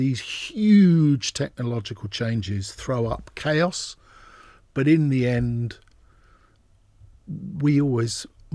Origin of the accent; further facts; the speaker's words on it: United Kingdom; I'm just talking now from as a Brit.